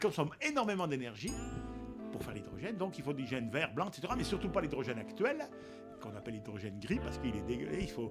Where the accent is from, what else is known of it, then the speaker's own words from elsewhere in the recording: Auvergne-Rhône-Alpes, France; je suis auvergnat